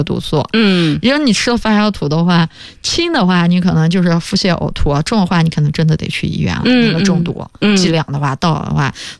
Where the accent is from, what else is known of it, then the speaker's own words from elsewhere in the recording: northern China, China; 我因为从小在北方。长大